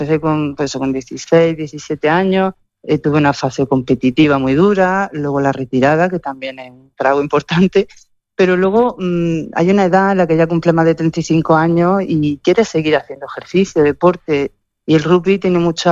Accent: Bilbao, Basque Country, Spain; born there; now in Granada, Spain

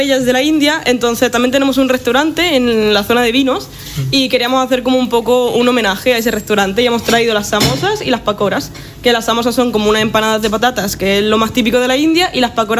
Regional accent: Seville, Andalusia, Spain; now in Lleida, Spain; Soy de Sevilla, sí. Però la meva parella és d'aquí de Lleida i aquest any pues estoy aquí.

